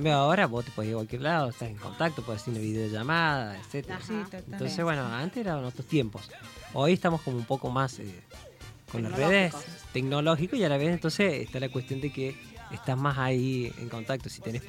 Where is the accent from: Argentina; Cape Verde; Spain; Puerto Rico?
Argentina; San Luis; born there; also born or lived in Río Cuarto; Tuvimos un tiempito en Río Cuarto. Bueno, yo nací en San Luis. Y mis abuelos estaban acá.